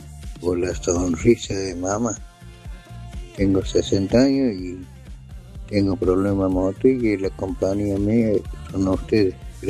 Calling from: Rosales, Argentina; de Rosales. Quisiera escuchar a … el que más me guste, por la sonrisa de mamá. Tengo 60 años

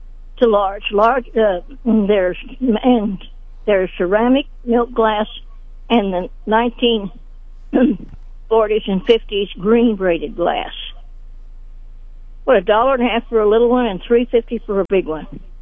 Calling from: Sedalia, Missouri, United States; I'm calling from Sedalia

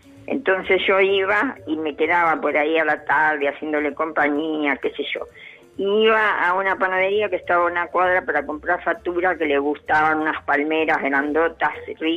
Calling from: Ciudad Evita, Buenos Aires Province, Argentina; De Ciudad Evita.

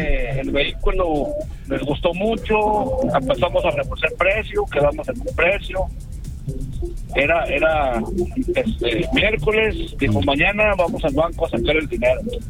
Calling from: Gómez Palacio, Durango, Mexico; Yo soy de Gómez Palacio

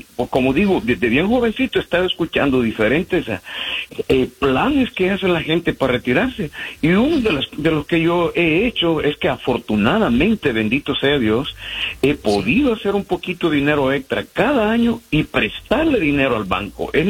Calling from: Houston, Texas, United States; de aquí de Houston. A lo largo de los años viviendo aquí, desde muy joven

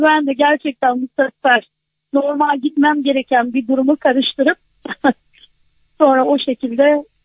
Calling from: Denizli, Turkey; Denizli'den arıyorum

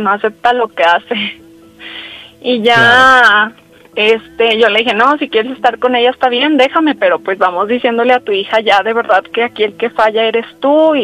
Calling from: Tonalá, Jalisco, Mexico; soy de Tonalá, Jalisco.

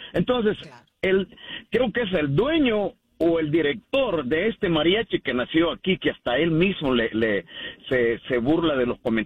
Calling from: Houston, Texas, United States; Sí, bien, bien, buenos días, de aquí de Houston.

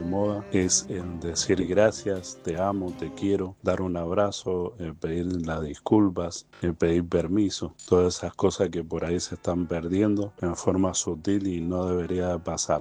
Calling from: Maipú, Mendoza, Argentina

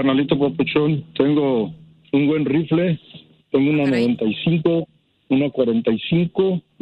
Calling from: San Jose, California, United States; Vivo en San José.

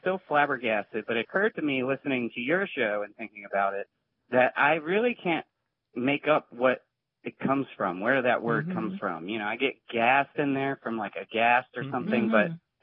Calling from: Staunton, Virginia, United States; I'm calling from Stanton, Virginia.

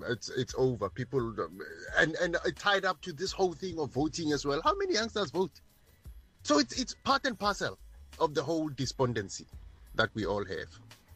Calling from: South Africa; as a South African citizen?

